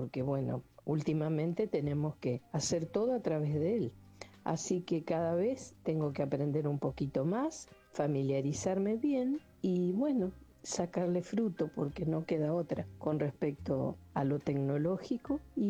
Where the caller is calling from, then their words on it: Arroyo Seco, Santa Fe, Argentina; de Arroyo Seco.